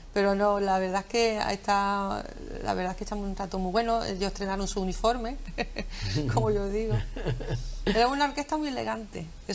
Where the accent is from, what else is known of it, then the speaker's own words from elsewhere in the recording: San Fernando, Andalusia, Spain; No, no, somos de San Fernando.